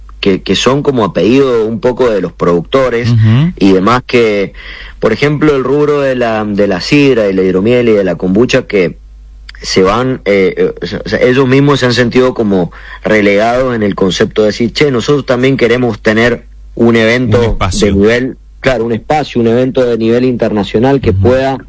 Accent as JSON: {"language": "Spanish", "region": "Mendoza", "country": "Argentina"}